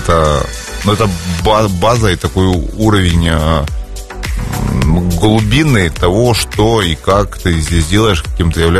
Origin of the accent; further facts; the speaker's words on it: Kharkiv, Kharkiv Oblast, Ukraine; Нет, на самом деле, я родом из Советского Союза, из Украины, из города Харьков.